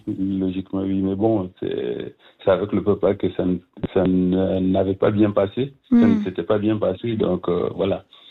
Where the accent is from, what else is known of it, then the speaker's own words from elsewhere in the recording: Burkina Faso; moved away as an adult; now in Switzerland; J'ai grandi au Burkina jusqu'à mes 25 ans, donc depuis 1993 je suis là.